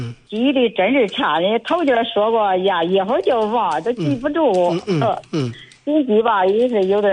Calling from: Shijiazhuang, Hebei, China; 我是石家庄的。

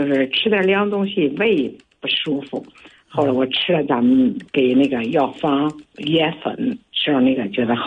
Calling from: Hebei, China; 我是河北的，70多了。

